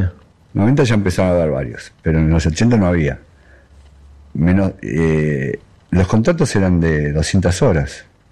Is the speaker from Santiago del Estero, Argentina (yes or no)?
no; Versalles, Buenos Aires, Argentina; born there; Y era muy cerca, yo nací en Versalles.